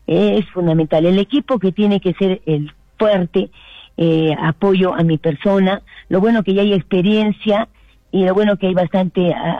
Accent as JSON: {"language": "Spanish", "town": "Hunter", "region": "Arequipa", "country": "Peru", "tie": "born or raised there", "said": "agradecer a mi pueblo lindo de Hunter por la confianza, por segunda vez que me da para trabajar por mi pueblo lindo. Muy agradecida al pueblo de Hunter."}